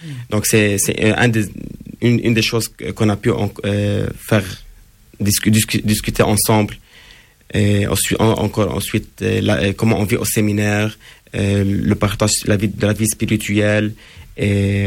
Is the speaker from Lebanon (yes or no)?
yes; Lebanon; en tant que Libanais en premier lieu, en tant que chrétien